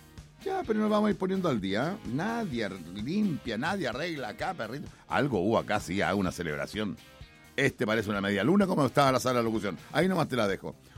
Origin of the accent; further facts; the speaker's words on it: Chile; como chileno y chilena